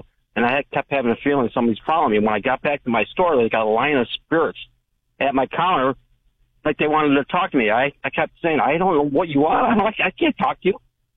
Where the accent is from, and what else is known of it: New York, United States; now in Maui, United States